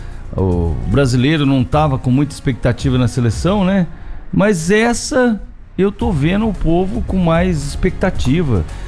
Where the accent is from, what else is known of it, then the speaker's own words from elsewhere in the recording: Brazil; eu sou brasileiro.